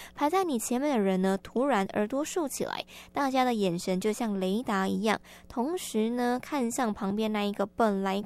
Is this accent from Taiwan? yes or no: yes; Taiwan